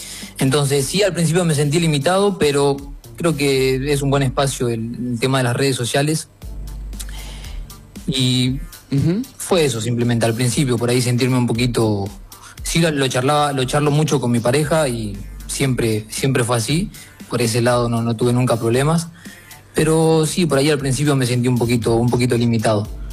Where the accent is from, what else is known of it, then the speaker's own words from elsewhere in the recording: Buenos Aires, Argentina; De Argentina, Buenos Aires.